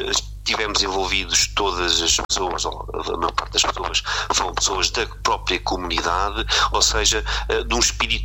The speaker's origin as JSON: {"language": "Portuguese", "town": "Aldeia do Mato", "region": "Centro", "country": "Portugal", "tie": "born or raised there", "said": "eu sou natural da Aldeia do Mato"}